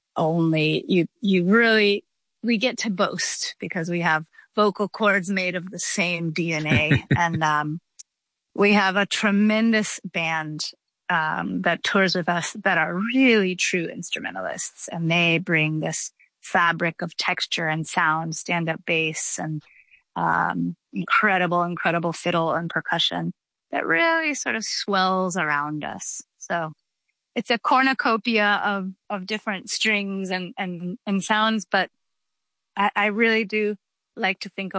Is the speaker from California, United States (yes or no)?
no; Georgia, United States; We grew up in Georgia, and our family, our godparents, our neighbors, our community are all very deeply connected to the folk music traditions of Georgia